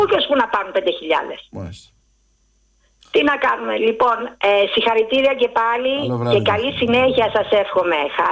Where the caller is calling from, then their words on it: Greece; εγώ είμαι … Ελληνίδα, είμαι γόνος από Μικράς Ασίας